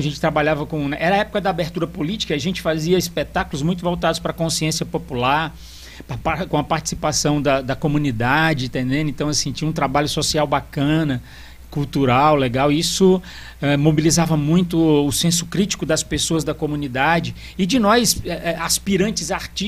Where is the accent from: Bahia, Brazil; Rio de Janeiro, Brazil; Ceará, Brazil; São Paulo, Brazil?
Ceará, Brazil; Pacajus; born there; Nasci em Pacajus.